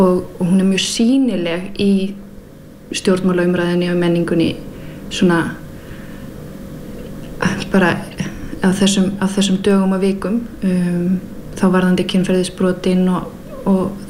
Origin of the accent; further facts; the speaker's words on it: Denmark; now in Iceland; nú er ég alin upp í Danmörku og það er það mjög sjaldan að þú verður fyrir reiði í opinberu rými